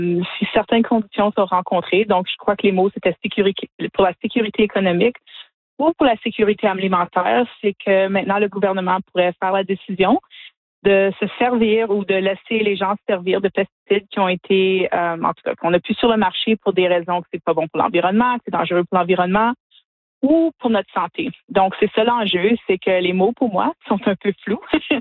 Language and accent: French; Sudbury, Ontario, Canada